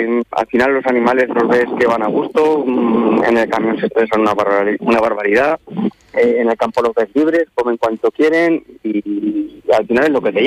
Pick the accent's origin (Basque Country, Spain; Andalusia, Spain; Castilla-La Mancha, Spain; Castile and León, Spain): Castilla-La Mancha, Spain; moved away; Vamos, que yo soy de aquí, de La Mancha